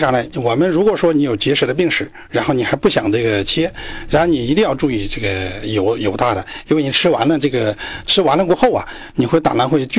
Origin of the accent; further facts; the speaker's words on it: southern China, China; now in Northeast China; 我是南方人啊，